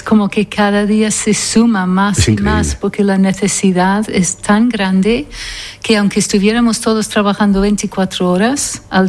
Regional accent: Scotland, United Kingdom; now in Spain; Yo soy originalmente de Escocia. Me crié en Escocia, mi padre era escocés y mi madre noruega, pero ya llevo 42 años aquí en España

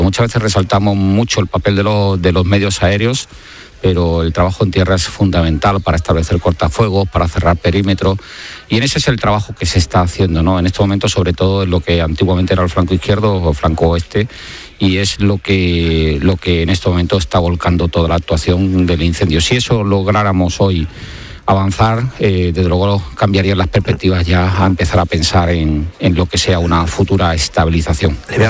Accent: Cádiz, Andalusia, Spain

